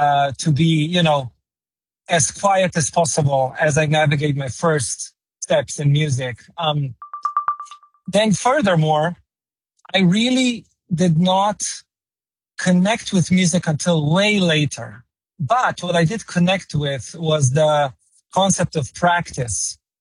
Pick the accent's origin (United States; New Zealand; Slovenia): Slovenia; I come from Slovenia